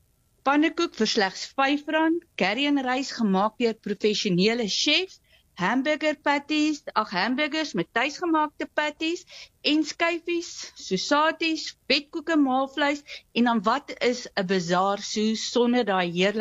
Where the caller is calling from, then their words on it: Empangeni, KwaZulu-Natal, South Africa; Goeiemôre Sue, dis … ek is van Empangeni. Ons is so katspoegie weg van Richards Bay af, hier in die lekker warm KwaZulu-Natal.